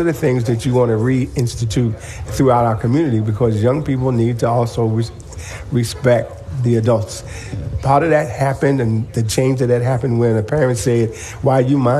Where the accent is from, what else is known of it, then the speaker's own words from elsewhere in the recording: Philadelphia, Pennsylvania, United States; North Central, North Philly, baby.